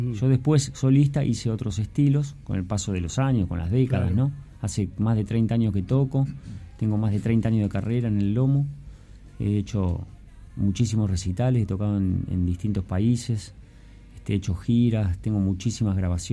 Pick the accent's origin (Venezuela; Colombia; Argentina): Argentina; La Plata, Buenos Aires Province; somos todos de barrios periféricos de la ciudad